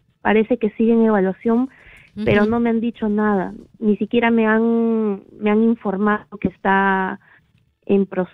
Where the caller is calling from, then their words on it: Lima, Peru; Llamo desde Lima.